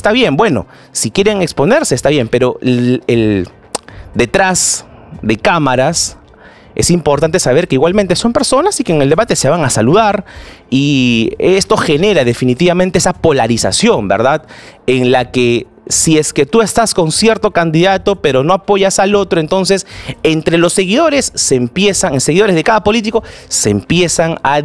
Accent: Lima, Peru

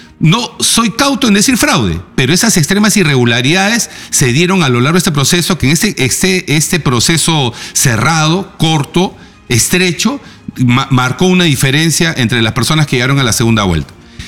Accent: Peru

